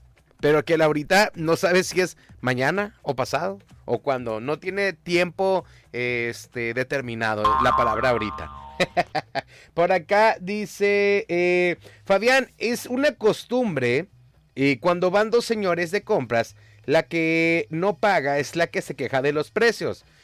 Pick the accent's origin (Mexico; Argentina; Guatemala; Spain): Mexico